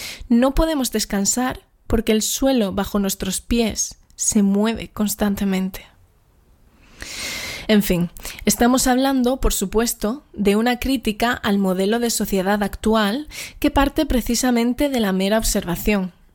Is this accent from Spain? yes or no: yes; Andalusia, Spain